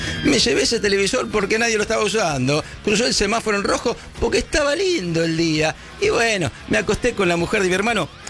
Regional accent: Argentina; Estamos acá nosotros, Somos argentinos, sí, y nos estamos extinguiendo, viejo.

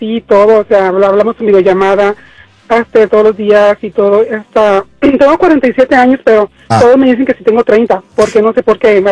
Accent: Honduras; Perdón, ustedes no sé si sean mexicanos o de dónde sean ustedes, pero yo soy hondureño.

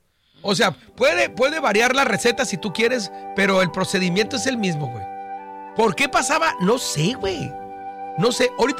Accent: Tijuana, Baja California, Mexico; Yo soy tijuanense, allá en la vivíamos en La Libertad.

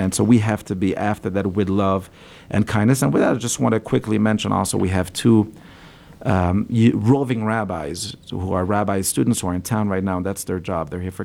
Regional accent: Belgium; because the I grew up in Belgium, and all of my grandparents are Holocaust survivors

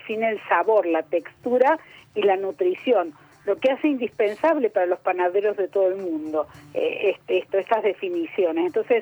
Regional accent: Argentina; como argentinos ya estamos hechos.

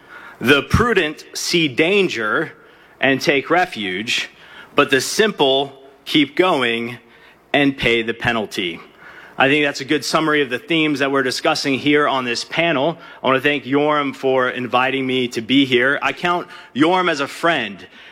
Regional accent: United States; I can trace my lineage on the continental United States back to those who fought in the Revolutionary War. I am an American.

